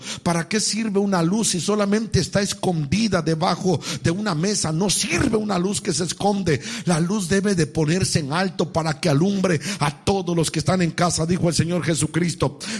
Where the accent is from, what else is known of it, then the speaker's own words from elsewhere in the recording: Mexico; yo soy mexicano